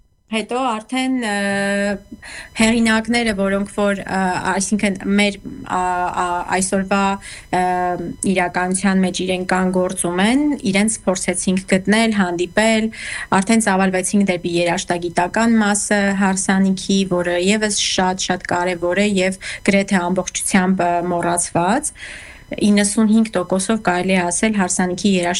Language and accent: Armenian; Goris, Syunik, Armenia; born there; ես ծնունդով Գորիսից եմ և մեր ընտանիքում շատ ընդունված է եղել երգը